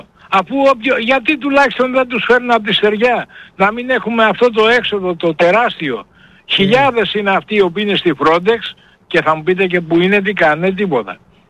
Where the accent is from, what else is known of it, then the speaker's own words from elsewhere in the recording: Peloponnese, Greece; Όχι μόνο να ντρέπεστε εσείς οι Μακεδόνες, αλλά και εμείς οι Πελοποννήσιοι